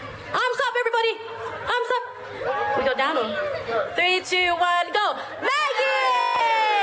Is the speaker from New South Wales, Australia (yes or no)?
no; Northern Territory, Australia; I'm a Yolngu saltwater woman from Northeast Arnhem Land, but I'm also Aranda. My grandmother is from here. My hometown is Munguna.